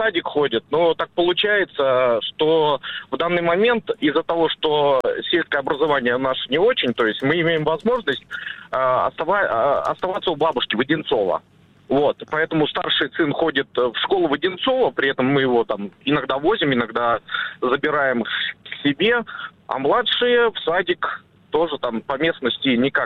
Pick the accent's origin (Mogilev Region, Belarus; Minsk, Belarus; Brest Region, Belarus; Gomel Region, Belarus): Minsk, Belarus; now in Russia; Ну, я родом вообще из Беларуси.